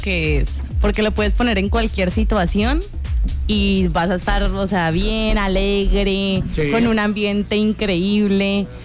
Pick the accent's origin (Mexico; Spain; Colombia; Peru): Colombia; Villavicencio, Meta; now in Medellín, Colombia; Pues, cabe recalcar, yo soy llanera, yo soy de acá, Villavicencio.